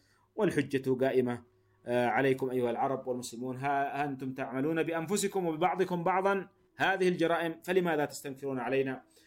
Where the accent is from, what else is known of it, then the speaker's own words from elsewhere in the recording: Yemen; ثم لم نجدهم نحن كيمنيين إلا شركاء قذرين ووقحين في مجازر بشعة وفظيعة